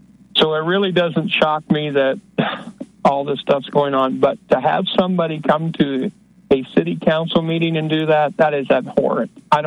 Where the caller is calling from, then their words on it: Iowa, United States; I'm from near Otumwa, Iowa.